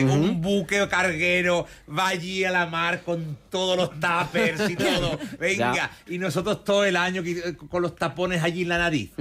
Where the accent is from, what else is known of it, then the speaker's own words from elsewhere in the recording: Balearic Islands, Spain; Pero, a ver, yo soy de Menorca. El paraíso púbico de España es Menorca.